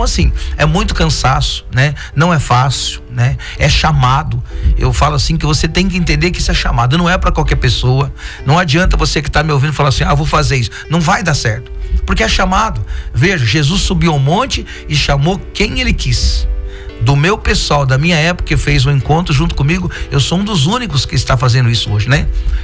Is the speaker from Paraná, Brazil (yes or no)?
yes; Londrina, Paraná, Brazil; Às vezes eu fico vendo meus irmãos lá da minha cidade, Londrina, da minha comunidade